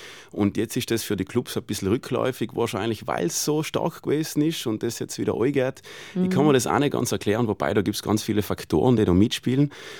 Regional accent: Trentino-Alto Adige, Italy; sei es weltweit, aber auch da bei uns in Südtirol ist das ein sehr männerdominierter Job.

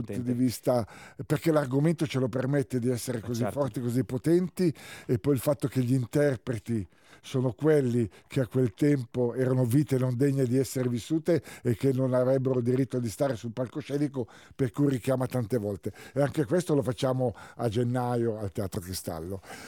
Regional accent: Bolzano, Trentino-Alto Adige, Italy; Noi siamo di Bolzano, per cui lo facciamo anche per quello

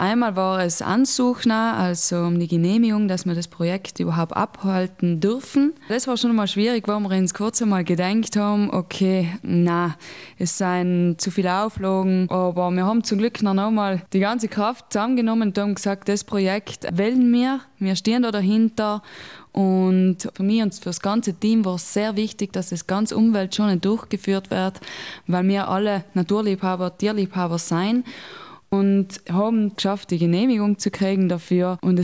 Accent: Trentino-Alto Adige, Italy; Ich bin ja Südtirolerin, ich komme aus dem Wipptal

